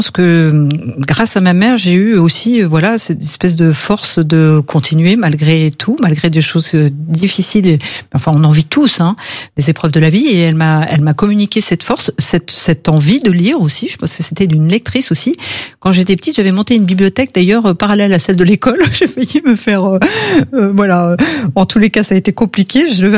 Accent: Saint-Laurent-de-Mure, Auvergne-Rhône-Alpes, France; also born or lived in Lyon; now in Paris, France; j'ai eu mes très belles années d'enfance à Saint-Laurent-de-Mur, mais je suis née à Lyon. Hein. Je suis une vraie Lyonnaise du 6e arrondissement. Après, j'ai habité aussi dans le 4e, à la Croix-Rousse, la colline qui travaille. Donc, je suis une vraie Lyonnaise

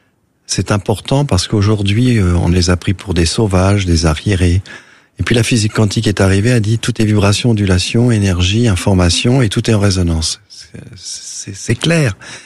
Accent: Moguériec, Brittany, France; je suis breton. Ma terre, elle est dans le Finistère Nord, près de Saint-Paul-de-Léon, Roscoff, un petit village moguériec, dans la baie de Morlaix. Il y a l'île de Bas.

